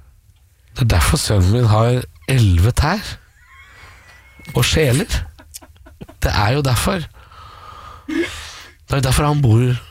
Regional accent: Drammen, Buskerud, Norway; Hun er fra Telemark etter en plass, og jeg er jo fra Drammen.

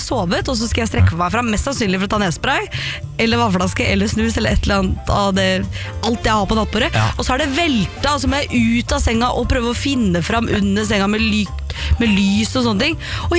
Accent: Drammen, Buskerud, Norway; moved away; Jeg var hjemme i Drammen en tur

